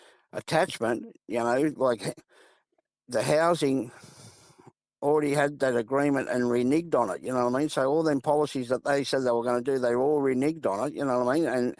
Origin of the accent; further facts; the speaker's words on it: Sydney, New South Wales, Australia; We grew up in South Sydney, Redfern All Blacks we played for, you know what I mean?